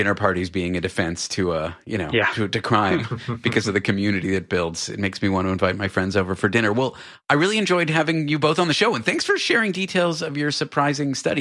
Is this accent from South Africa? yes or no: no; Canada; now in New York, United States; I'm from Canada. You guys live in the UK. I feel like it'll be difficult, but easier there than where I live now in the US. I mean, I live in New York.